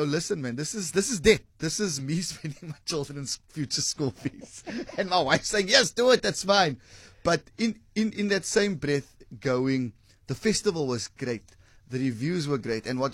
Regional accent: Cape Town, Western Cape, South Africa; born or raised there

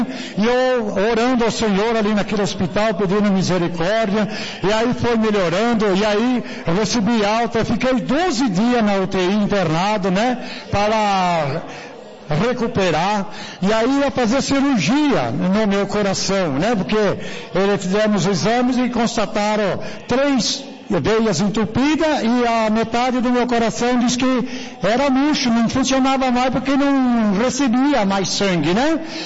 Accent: Jundiaí, São Paulo, Brazil; Eu sou lá da cidade de Jundiaí.

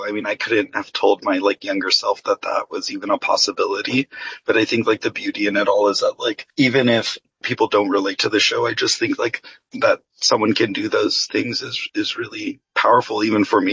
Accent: El Paso, Texas, United States; You know, I grew up in El Paso, went through elementary through high school there.

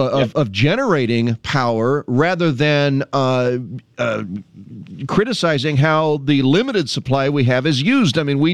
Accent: Illinois, United States; I've mentioned from time to time where I'm from in Fulton County, the Duck Creek coal-fired plant, and, of course, we had the Edwards coal-fired plant outside of Pekin.

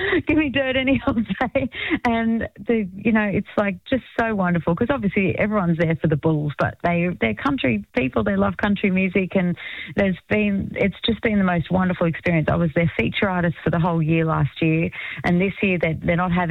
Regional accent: Wamboin, New South Wales, Australia; I grew up in an area called Womboyne. So not Wombeyan, not the Wombeyan case. Womboyne. It's near Bungendore, on the outskirts of Canberra.

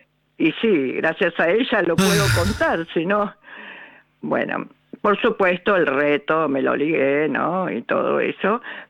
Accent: Buenos Aires, Argentina; Yo soy bien porteña, nací en Flores.

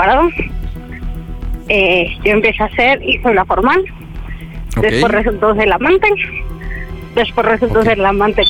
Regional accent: Ecatepec, State of Mexico, Mexico; Tengo 31 años y de Ecatepec.

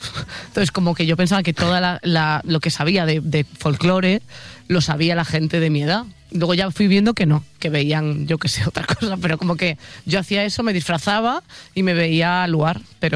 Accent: Oleiros, Galicia, Spain; como habían venido a las fiestas de Santa Cruz, que es de mi pueblo

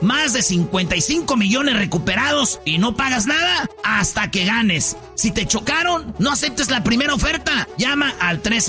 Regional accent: Michoacán, Mexico; Soy michoacano hasta el top.

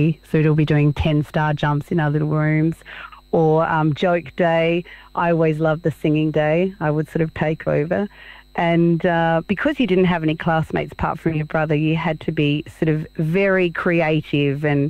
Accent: South Australia, Australia; I grew up in the Flinders, so I loved the landscape anyway.

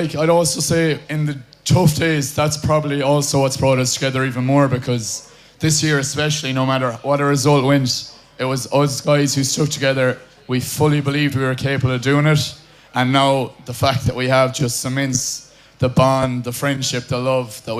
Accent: Ballyhaunis, Connacht, Ireland; in my hometown, Ballyhonus

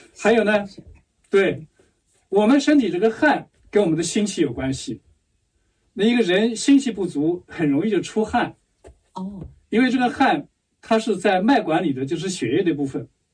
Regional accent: China; 特别我们中国人吃东西讲究

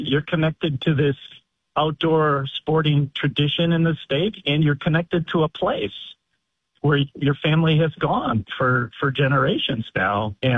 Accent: Racine County, Wisconsin, United States; I grew up in Racine County

